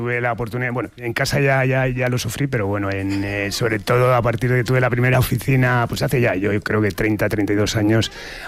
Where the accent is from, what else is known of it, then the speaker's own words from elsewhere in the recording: Madrid, Community of Madrid, Spain; yo vivía, me crié en Alonso Cano 3, en Chamberí